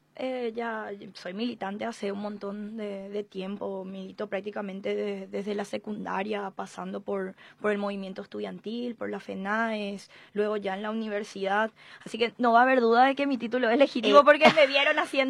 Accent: Paraguay; que tenemos trabajos como cualquier paraguayo y paraguaya

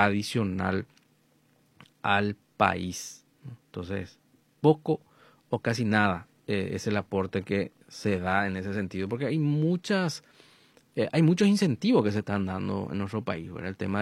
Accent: Paraguay

